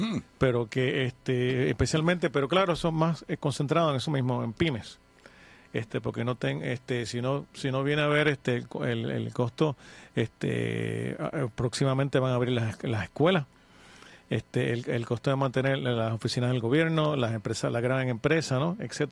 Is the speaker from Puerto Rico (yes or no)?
yes; Puerto Rico